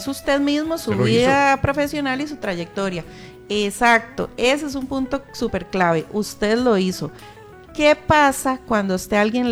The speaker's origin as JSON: {"language": "Spanish", "region": "Heredia", "country": "Costa Rica", "said": "yo soy de Heredia"}